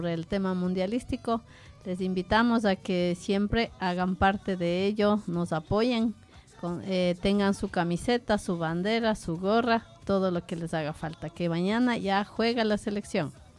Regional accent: Ecuador; porque así somos los ecuatorianos, ¿no? Siempre emprendedores y con muchas ganas de seguir.

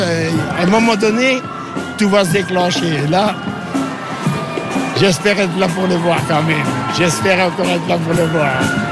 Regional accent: Spain; now in Belgium

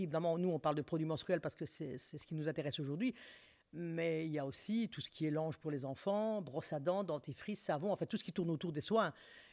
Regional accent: Liège, Wallonia, Belgium; moi, je suis liégeoise. Donc, j'ai commencé là où je connais, donc c'est-à-dire à Liège.

